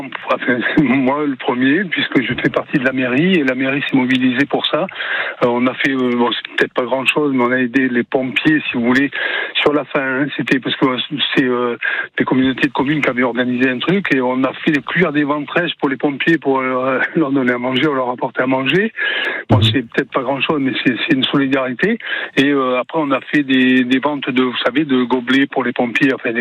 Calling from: Bégadan, Nouvelle-Aquitaine, France; Oui, j'habite à Bégadan.

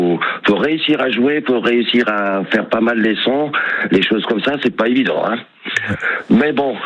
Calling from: Grand Est, France; moi je suis de la Moselle.

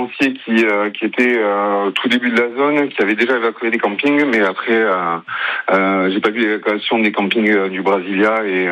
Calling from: Perpignan, Occitanie, France; je suis sur Perpignan à l'heure actuelle

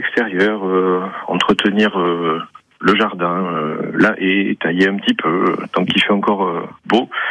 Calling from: Le Vigen, Nouvelle-Aquitaine, France; Je vous appelle du Vigin.

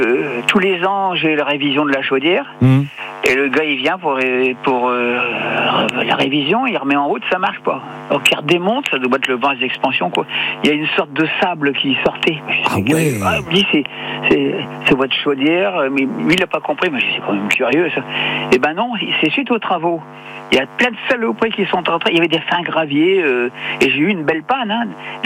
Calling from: Bourgogne-Franche-Comté, France; Moi, je suis pas près de Dijon, hein. Je suis plutôt près de Lons-le-Saunier, à côté du Jura.

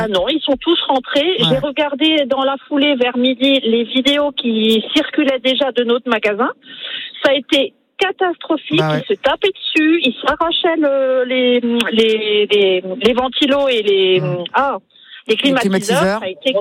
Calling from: Wittenheim, Grand Est, France; Alors, on est de Wittenheim, mais on est sur la route pour partir en vacances une semaine.

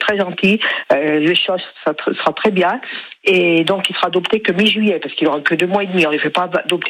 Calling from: Saint-Étienne, Auvergne-Rhône-Alpes, France; Oui, je suis Saint-Étienne, oui.

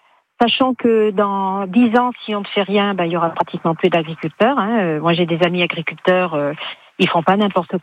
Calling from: Beaumont-lès-Valence, Auvergne-Rhône-Alpes, France; Je suis citadine de naissance, mais j'habite à Beaumont-les-Valences.

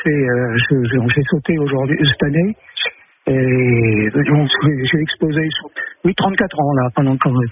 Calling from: Hénin-Beaumont, Hauts-de-France, France; je suis d'Hénin Beaumont, mais je suis actuellement à Vahagnies

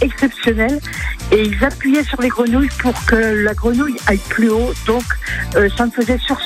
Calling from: Saint-Hilaire-des-Landes, Brittany, France; moi, je suis à Saint-Hilaire-des-Landes

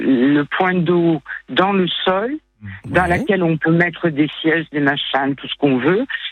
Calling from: Salernes, Provence-Alpes-Côte d'Azur, France; Et moi, normalement, j'habite à Salerne dans le Var.

